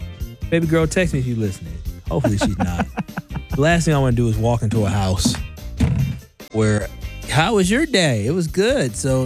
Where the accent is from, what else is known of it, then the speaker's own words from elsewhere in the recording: the South, United States; Okay, yeah, no. I'm from the South.